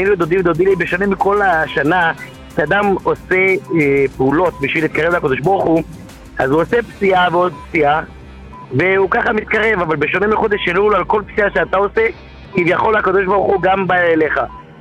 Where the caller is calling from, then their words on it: Netivot, Southern District, Israel; אני באמת מנתיבות.